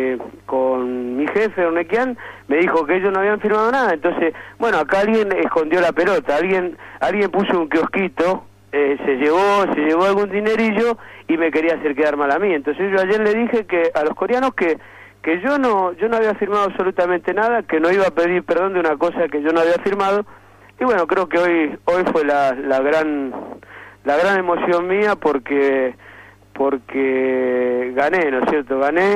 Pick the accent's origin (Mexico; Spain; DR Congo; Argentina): Argentina